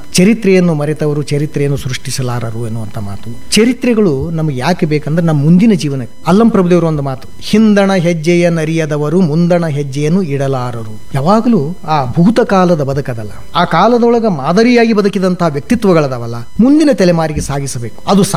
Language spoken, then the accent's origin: Kannada; Sindagi, Karnataka, India; first language Kannada; ನಮ್ಮ ಬಿಜಾಪುರ ಜಿಲ್ಲೆ ಸಿಂದಗಿ